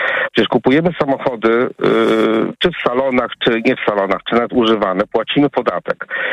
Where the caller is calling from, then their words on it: Warsaw, Masovian Voivodeship, Poland; akurat ja dzwonię z Warszawy